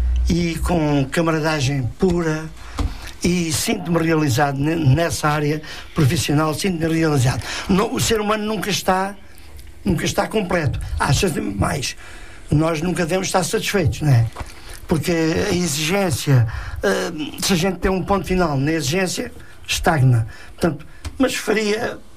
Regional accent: Estremoz, Alentejo, Portugal; now in Mafra, Portugal; eu já aqui moro há muitos anos. Aliás, quando eu digo que nasci no Alentejo, eu já estou dividido, já tenho mais anos de vida saloia do que alentejana. Se bem que sou sempre um alentejano que adoro o meu Alentejo.

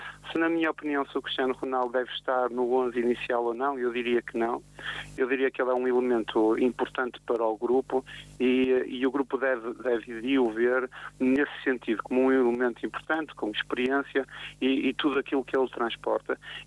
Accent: Portugal

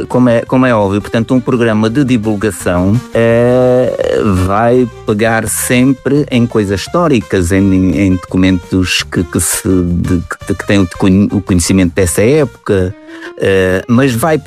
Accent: Barbacena, Alentejo, Portugal; na minha aldeia de Barbacena

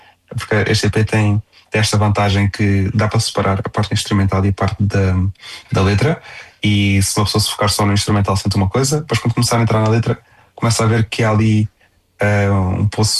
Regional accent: Faro, Portugal; passei a minha infância no Algarve. É Faro.

